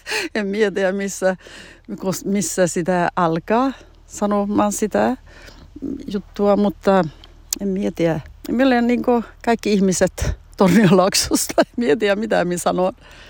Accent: Norrbotten County, Sweden; mutta en minä usko, että se on niin kuin, että minä olen tornionlaaksolainen

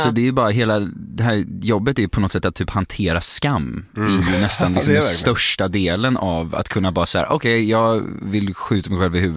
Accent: Gothenburg, Västra Götaland County, Sweden; Hon hade missat att jag är göteborgare.

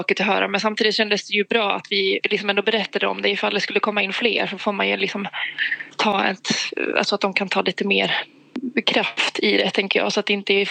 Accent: Östersund, Jämtland County, Sweden; now in Skövde, Sweden; Jag är uppvuxen i Östersund men bor i Skövde

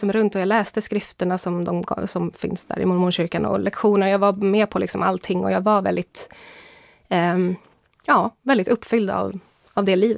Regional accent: Sweden; jag var mormon för jag var svensk, brukar jag förklara det som nu.

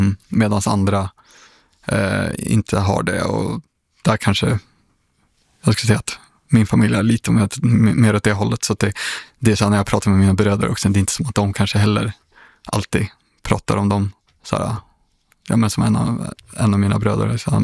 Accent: Sweden; now in Stockholm, Sweden; jag har liksom aldrig känt att jag inte ska berätta att jag är same när jag rör mig i HBTQI-kretsar.

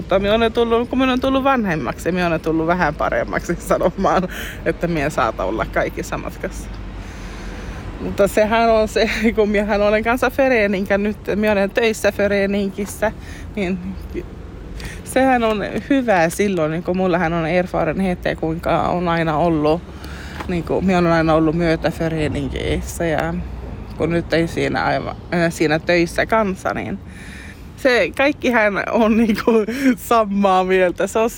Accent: Aareavaara, Norrbotten County, Sweden; Mihin olen kasvanut ylös Aareavaarassa, siellä on aina ollut paljon niin kuin föreeninkiä, paljon aktiviteettia lapsille.

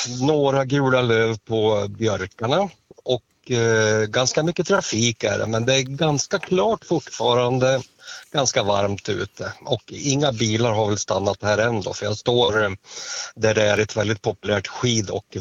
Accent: Älvrå, Sweden; moved away as an adult; min hemby Älvrå. Mm-hmm. Det är ju så här att jag är född och uppvuxen här, men 2007 så flyttade vi härifrån

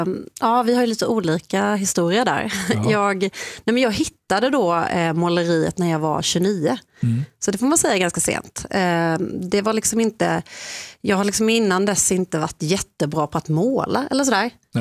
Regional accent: Småland, Sweden; Jag kommer ju från Småland, i, liksom, uppvuxen i en familj som hållit på mycket så med metallindustri

